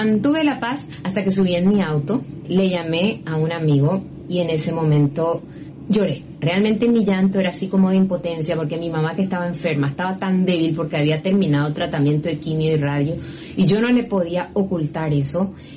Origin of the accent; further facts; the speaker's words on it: Asunción, Paraguay; yo soy de Asunción, Paraguay. Desde chiquita ando por la iglesia, de la mano de mi mamá, quien inició su vida espiritual en los grupos de oración de la Renovación Carismática Católica.